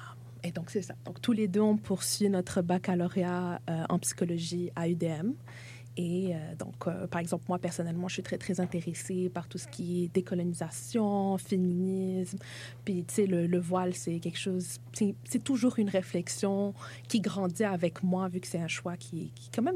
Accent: Quebec, Canada; born there; on est deux sœurs. On est tous les deux nés ici au Québec

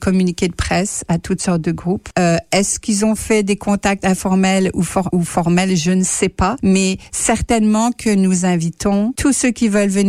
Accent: France; now in Manitoba, Canada; quand on est Français et qu'on habite au Maine-et-Loire, moi, ça fait plus de 48 ans

